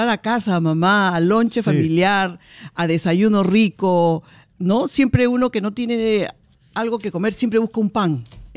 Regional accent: Peru; nuestro país

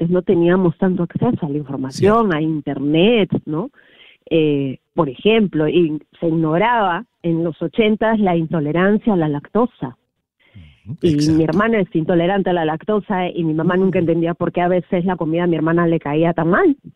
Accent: Lima, Peru; En Lima, sí, ya, correcto, ajá. En Lima, crecí en Lima

